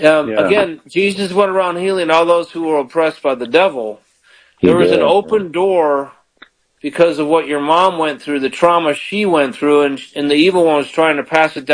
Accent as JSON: {"language": "English", "town": "Palatine", "region": "Illinois", "country": "United States", "also_born_or_lived": "Indiana", "moved": "yes", "said": "I used to live in the Midwest. I'm from Palatine."}